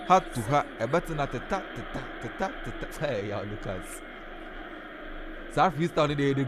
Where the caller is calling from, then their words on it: Takoradi, Western Region, Ghana; from Airport Ridge.